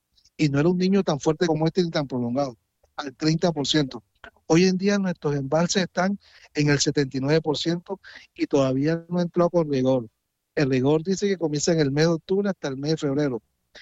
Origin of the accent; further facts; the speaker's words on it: Caribbean Region, Colombia; now in Meta, Colombia; yo no soy de la región, vengo de una región un poco más calurosa, la región Caribe.